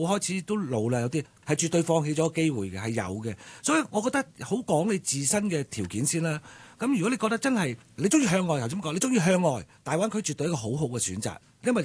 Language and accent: Cantonese; Hong Kong; 我自己身為土生土長香港人，我梗係以香港為個基本㗎啦。